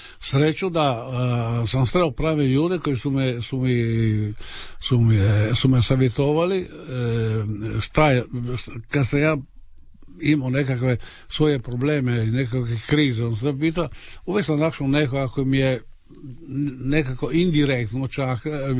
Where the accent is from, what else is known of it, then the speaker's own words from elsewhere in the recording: Pula, Istria County, Croatia; moved away as an adult; also born or lived in Milan; ja sam rođen baš na Monte Grande, ali sam živio točno tamo poslije rata, iz Arene, jako poznata kuća od Maluza, čak postoji pjesma … To je bilo tamo gdje sam stanovao sve do 56.